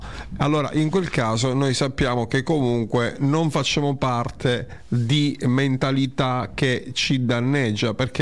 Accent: Sicily, Italy; io sono siciliano

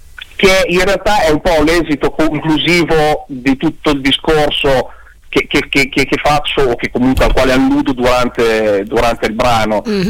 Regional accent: Bologna, Emilia-Romagna, Italy; accent: Bologna; io sono di Bologna.

